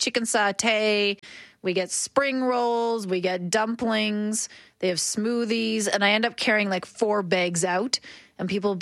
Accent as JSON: {"language": "English", "region": "Ontario", "country": "Canada", "accent": "Ontario", "said": "versus my Ontario accent when I say, oh, I'm going to have tomatoes."}